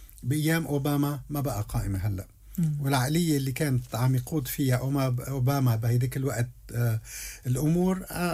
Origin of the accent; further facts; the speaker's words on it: Lebanon; لكن بالنهاية في وقائع نحن باعتبار إسرائيل هيك شو استفدنا كلبنانيين